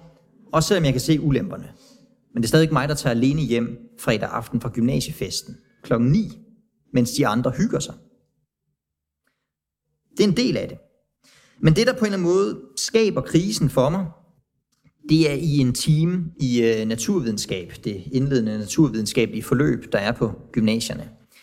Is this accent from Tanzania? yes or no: yes; Tanzania; Fordi jeg er vokset op i Tanzania. Jeg har hørt om, mennesker, der har været besat.